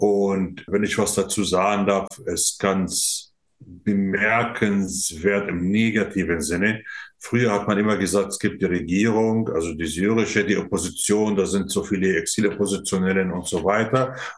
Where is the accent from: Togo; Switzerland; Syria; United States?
Syria; moved away; Ich komme aus Syrien ursprünglich, bin seit 35 Jahren hier.